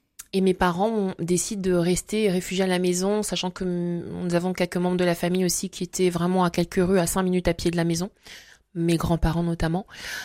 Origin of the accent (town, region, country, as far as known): Brazzaville, Republic of the Congo; born or raised there; also born or lived in Belgium